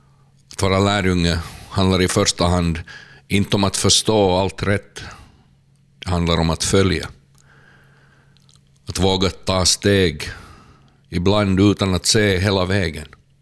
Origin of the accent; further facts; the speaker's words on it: Kokkola, Central Ostrobothnia, Finland; och jag är från Karleby.